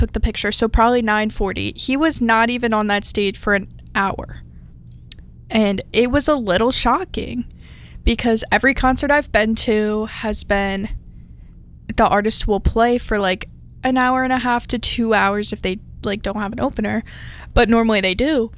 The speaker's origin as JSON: {"language": "English", "town": "Philadelphia", "region": "Pennsylvania", "country": "United States", "said": "even though I am from the Philadelphia area."}